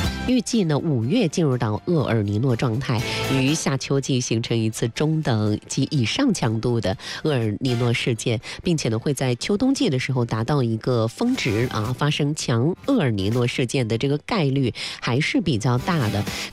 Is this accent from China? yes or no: yes; Northeast China, China; now in Hangzhou, China; 像我是一个东北人啊